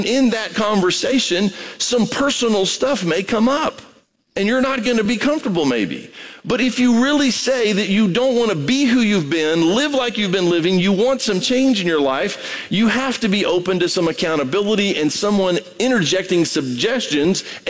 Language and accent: English; Brazil; I grew up in Brazil, so that's coffee